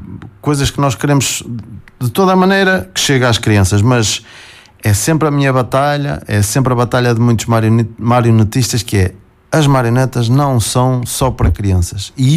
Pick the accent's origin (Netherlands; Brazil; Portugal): Portugal; nós somos portugueses